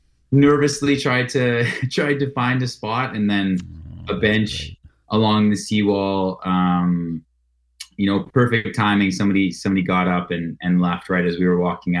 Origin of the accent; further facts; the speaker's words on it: Lethbridge, Alberta, Canada; also born or lived in Coaldale; to high school in Coaldale, which is even smaller, like a little bit east there. And then, did most of my growing up in Lethbridge.